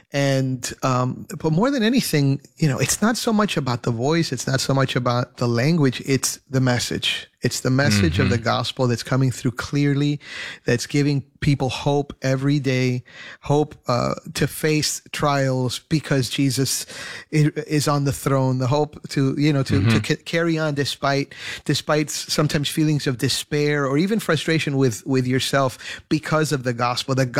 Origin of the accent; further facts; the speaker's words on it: United States; born there; Now, that's not just me. I'm Cuban American. I was born in the United States, and we could talk more about that later.